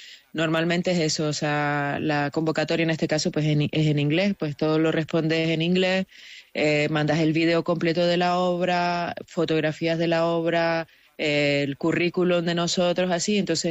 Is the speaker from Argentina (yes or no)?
no; Nicaragua; moved away as an adult; now in Irún, Spain; Yo soy de Nicaragua. Yo llegué hace 8 años a Irún y he tenido que aprender euskera.